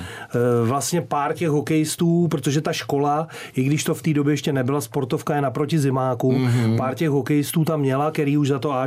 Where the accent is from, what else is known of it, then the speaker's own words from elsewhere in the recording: Litvínov, Ústí nad Labem Region, Czechia; Ale samozřejmě hokej jsem si vybral, protože jsem se narodil v Litvínově.